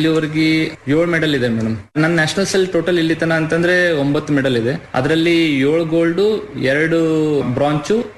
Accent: Karnataka, India; ನಾನು ಮತ್ತೆ ರಾಜು ಭಾಟಿ ಅಂತ ಇಬ್ರು ಹುಡುಗರು ನಾವು ಕರ್ನಾಟಕದಿಂದನೇ ಪಾರ್ಟಿಸಿಪೇಟ್ ಮಾಡಿದ್ವಿ.

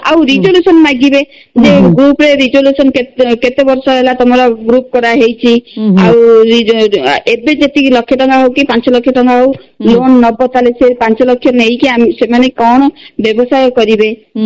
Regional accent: Jeypore, Odisha, India; ମୋର ଘର ଜୟପୁର, ମାତ୍ର ମୁଁ କାମ ଚାକିରି କରିଛି କୋଟପାର ଏନ୍ଏସି ରେ।

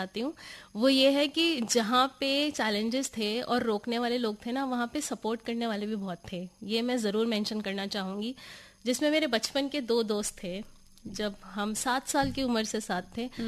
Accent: Lucknow, Uttar Pradesh, India; अभी मैं लखनऊ से आई हूँ।

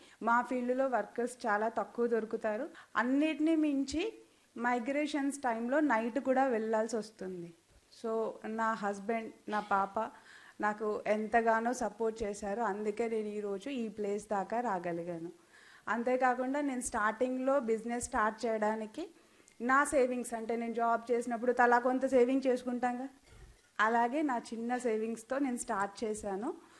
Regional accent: Karimnagar, Telangana, India; నేను కరీంనగర్ నుంచి వచ్చాను. … నేను ఒక ఉమెన్ ఫార్మర్ని.

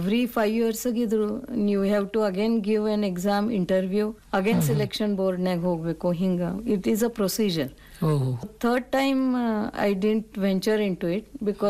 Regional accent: Karnataka, India; also born or lived in Jabalpur / Maharashtra; ಮೂಲತಃ ನಾವು ಕರ್ನಾಟಕದವ್ರೆ, ಆದರೆ ನಮ್ಮ ತಂದೆಯವರು central government job ಡಿಫೆನ್ಸ್ನಾಗ ಇದ್ದಿದ್ರಿಂದ transferable job ಇತ್ತು ಅವ್ರದ್ದು.

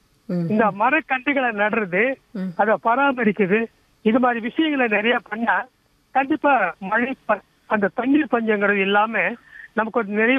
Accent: Viluppuram district, Tamil Nadu, India; எங்க பகுதி விழுப்புரம் மாவட்டம் அப்படின்னு சொல்லி சொல்ற நேரங்கள்ல நிறைய இடங்கள்ல காடுகள், மலைகள், மலையும் மலை சார்ந்த பகுதி, காடுகள் சார்ந்த பகுதியில நாங்க வாழ்ந்துட்டு இருக்கிறோம்.

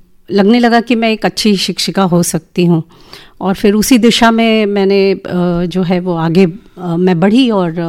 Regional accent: Chennai, Tamil Nadu, India; moved away; also born or lived in Madhya Pradesh; हम वैसे तो तमिलनाडु से हैं, चेन्नई से हैं, और वहाँ से हमारा स्थानांतरण वो माइग्रेट होके वो मध्य प्रदेश आ गए

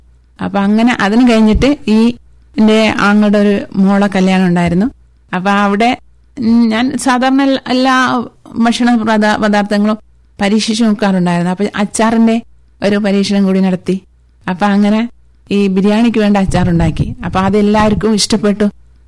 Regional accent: Androth, Lakshadweep, India; now in Kavaratti, India; ഞാൻ ആന്ധ്രോത്തിൽ നിന്നാണ് വരുന്നത്.

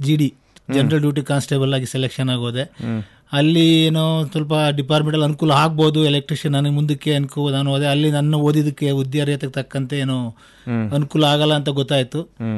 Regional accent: Mandya district, Karnataka, India; moved away as an adult; also born or lived in Bengaluru; now in Mysuru, India; ಹರಗಿನ ನನ್ನ ಊರು ಹರಗಿನಮೇಳೆ, ತಗ್ಗಳ್ಳಿ ದಾಖಲೆ, ಕೊಪ್ಪ ಹೋಬಳಿ, ಮದ್ದೂರು ತಾಲೂಕು, ಮಂಡ್ಯ ಡಿಸ್ಟಿಕ್ಕಲ್ಲಿ ರೈತ ಕುಟುಂಬದಿಂದ ಬಂದಂಥವನು. ಹೆಚ್ಚಿಗೆ ನಮ್ಮ ಹಳ್ಳಿಯಿಂದ ಬಂದಂಥ ನಾವು ಗ್ರಾಮೀಣ ಪ್ರತಿಭೆ.

